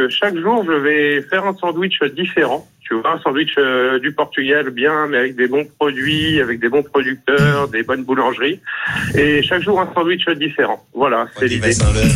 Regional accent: Paris, Île-de-France, France; now in Limoges, France; Alors, moi, je suis de Paris.

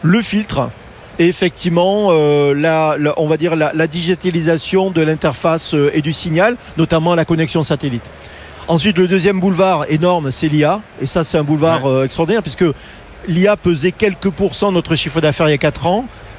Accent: France

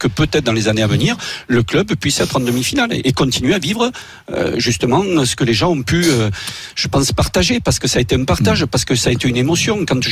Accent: Nouvelle-Aquitaine, France; Oui, voilà, Laurent, je suis bien du Périgord. Merci. Et bien un vrai Périgourdin.

